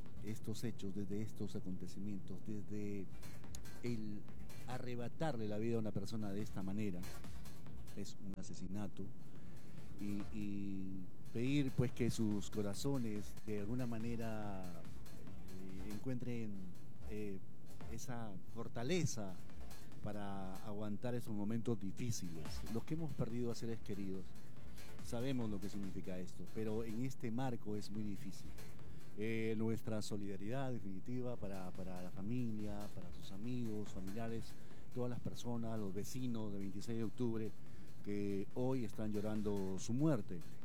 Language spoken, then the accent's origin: Spanish; Piura, Peru; Me siento triste como piurano